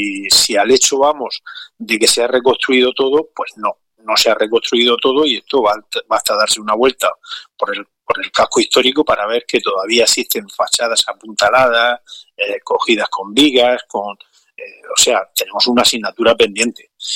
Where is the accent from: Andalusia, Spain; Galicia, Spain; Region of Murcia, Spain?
Region of Murcia, Spain; Lorca; Es agradecimiento lo que tengo hacia mi pueblo y hacia todos aquellos que componen la sociedad de Lorca.